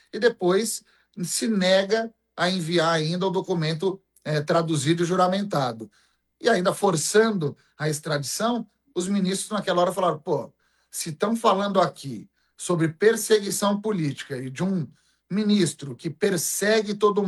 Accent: Brazil; Nós moramos no Brasil, nós somos brasileiros

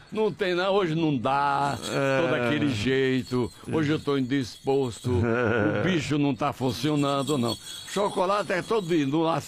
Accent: Sousa, Paraíba, Brazil; born there; moved away; eu nasci em Souza, na Paraíba, entendeu? A 440 quilômetros de João Pessoa, no açude de São Gonçalo, que fica no município de Souza, nasci no dia 10 de abril de 1949, há 77 anos

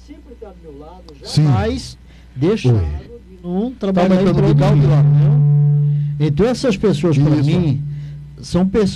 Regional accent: Caruaru, Pernambuco, Brazil; eu sou daqui da região de Caruaru

